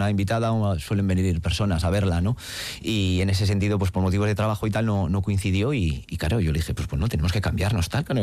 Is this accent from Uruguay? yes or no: no; Getxo, Basque Country, Spain; Los que soy de Algorta, de Guecho, pues que aparcar es como creer en Dios muchas veces